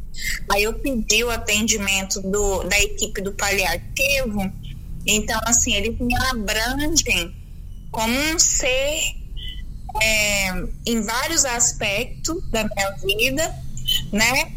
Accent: Divinópolis, Minas Gerais, Brazil; eu sou aqui de Divinópolis, eu estou com 39 anos

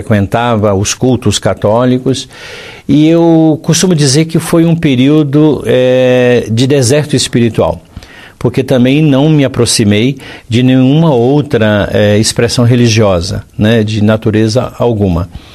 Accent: Minas Gerais, Brazil; nas terras mineiras, eu sou mineiro

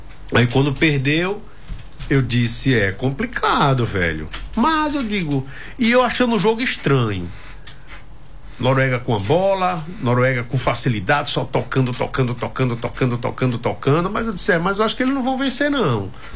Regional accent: Brazil; nós somos brasileiros

